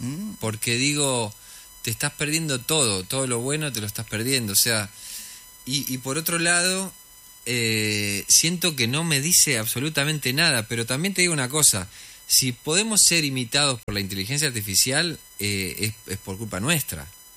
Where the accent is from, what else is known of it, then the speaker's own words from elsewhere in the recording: Concordia, Entre Ríos, Argentina; moved away; also born or lived in Rosario; Soy de Rosario, pero me crié en Concordia